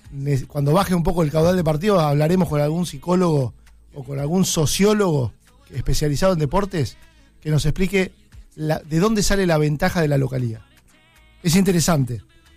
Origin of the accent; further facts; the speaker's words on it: Argentina; Sí, yo quiero ganar a todos. Como argentino, le quiero ganar a todos.